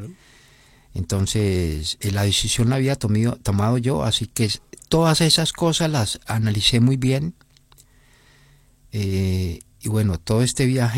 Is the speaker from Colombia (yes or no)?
yes; Medellín, Antioquia, Colombia; moved away as an adult; now in Uruguay; Soy de Medellín, Colombia